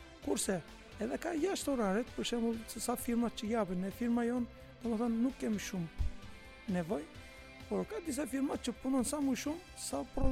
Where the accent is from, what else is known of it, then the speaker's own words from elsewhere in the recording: Istanbul, Turkey; Un jam nga Stambulli, edhe kemi njohim nga Turqia